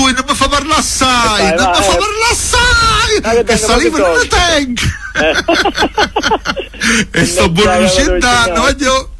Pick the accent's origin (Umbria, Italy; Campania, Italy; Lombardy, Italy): Campania, Italy; Torre del Greco; born there; Io sono nato a Torre del Greco.